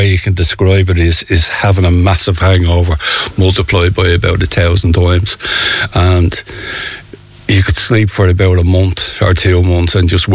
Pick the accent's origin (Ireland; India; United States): Ireland; Dún Laoghaire, Leinster; I'm from Monkstown Farm in Dunleary.